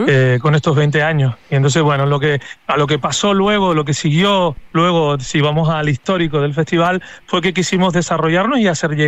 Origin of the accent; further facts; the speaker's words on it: La Orotava, Canary Islands, Spain; el Valle de la Orotava, en mi pueblo